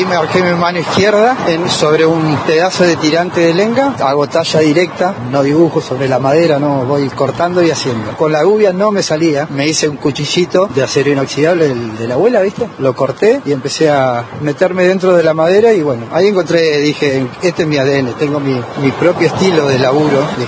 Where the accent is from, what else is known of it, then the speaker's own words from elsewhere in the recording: Argentina; moved away as an adult; now in Buenos Aires, Argentina; Soy criado acá, tengo toda mi familia acá … conocido en el pueblo.